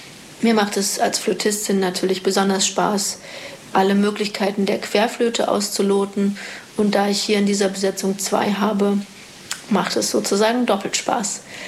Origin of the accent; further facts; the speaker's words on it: Halle, Saxony-Anhalt, Germany; denn es ist meine Heimatstadt und ich kann mein ganz neues Programm, was sich um die Sagengestalten der Stadt Halle rankt, präsentieren.